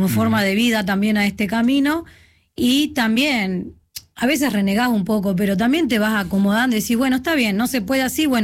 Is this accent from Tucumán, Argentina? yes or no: no; José C. Paz, Buenos Aires Province, Argentina; allá de donde soy yo, en Zona Norte, en José C. Paz